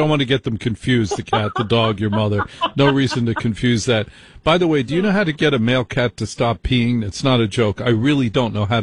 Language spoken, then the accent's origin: English; New Jersey, United States; And I grew up in New Jersey. And I had a Jersey mom.